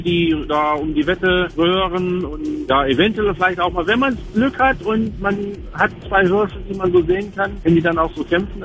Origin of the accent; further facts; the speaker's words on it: Germany; now in Nordhausen, Germany; ich bin im Harz groß geworden